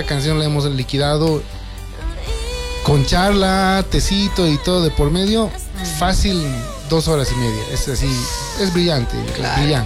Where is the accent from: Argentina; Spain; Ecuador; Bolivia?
Bolivia; Oruro; now in La Paz, Bolivia; Yo soy orureño, pero yo me he venido a La Paz corriendo en los 90s, porque aquí es donde pasaba absolutamente todo, y sigue pasando absolutamente todo